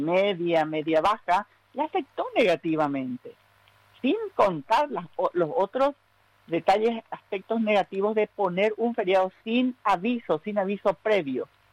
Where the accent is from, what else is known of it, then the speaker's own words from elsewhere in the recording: Paraguay; Y hablo como paraguaya, por eso hablo en plural.